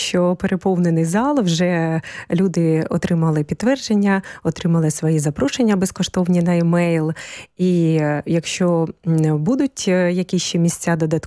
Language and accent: Ukrainian; Debaltseve, Donetsk Oblast, Ukraine; moved away as an adult; now in Kharkiv, Ukraine; Я народилася в Дебальцевому.